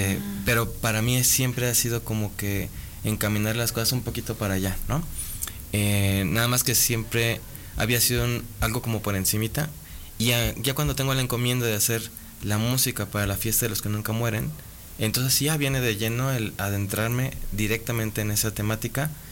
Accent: Mexico

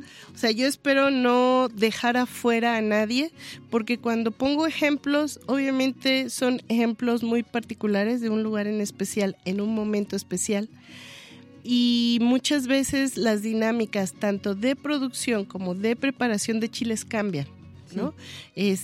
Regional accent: Tuxpan, Veracruz, Mexico; born there; Para mí los sabores que me recuerdan mi tierra son mariscos cocinados estilo huasteca, porque claro, en Tuxpan tenemos río y mar.

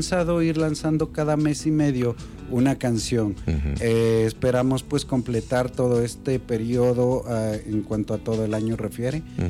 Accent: Quito, Pichincha, Ecuador; sobre todo Quito, porque bueno, Quito está dividido en regiones, pero de la ciudad de donde yo vengo es un poco más fresco y casi todo el tiempo es el mismo clima.

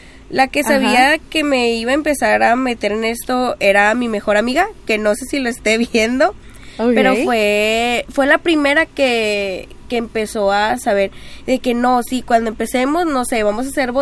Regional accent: Palau, Coahuila, Mexico; Soy de la villa de Palau.

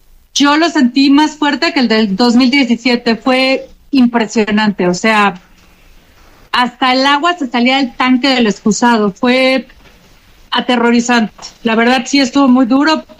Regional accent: Mexico City, Mexico; Yo soy de la Ciudad de México, de la Condesa, o sea, Híjole. Sé lo que son los terremotos.

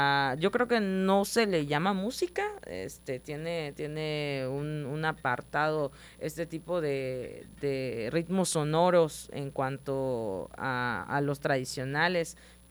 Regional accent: Tabasco, Mexico; somos tabasqueños

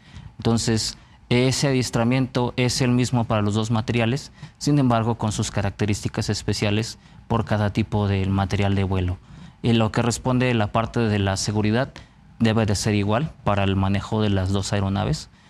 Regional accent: Mexico City, Mexico; Originario de la Ciudad de México.

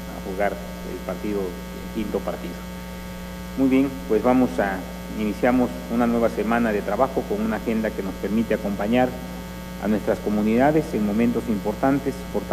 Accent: Mexico; aquello que nos une como mexicanas y como mexicanos

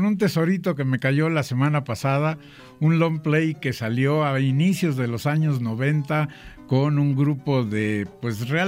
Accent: Mexico; Para los que somos mexicanos

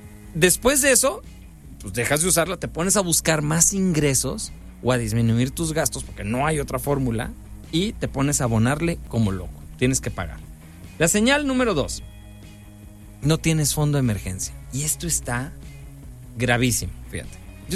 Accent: Guadalajara, Jalisco, Mexico; now in Culiacán, Mexico; Es una de las razones por las que yo me fui a vivir a Culiacán. Yo soy de Guadalajara, pero me fui a Culiacán porque eso, había bonanza

